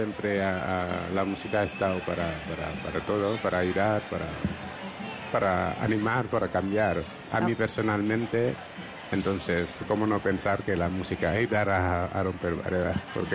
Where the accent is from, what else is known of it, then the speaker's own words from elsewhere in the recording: Senegal; moved away as an adult; now in Spain; lo que traigo de Senegal, lo sé, mi cultura y eso